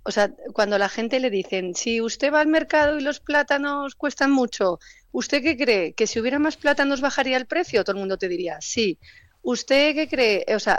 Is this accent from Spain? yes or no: yes; Madrid, Community of Madrid, Spain; yo soy madrileña